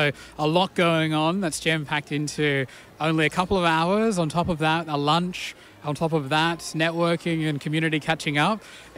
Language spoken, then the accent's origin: English; Ceduna, South Australia, Australia; now in Adelaide, Australia; So I'm not from Adelaide, I'm from Sejuna. So I grew up camping 24/7, basically every weekend with my family as a young boy.